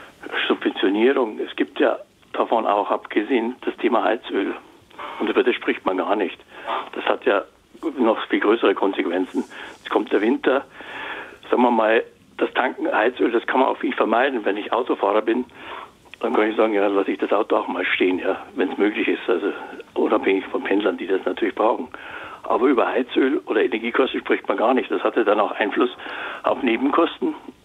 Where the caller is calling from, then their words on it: Kolbermoor, Bavaria, Germany; Ich komme aus Kolbermoor in der Nähe von Rosenheim.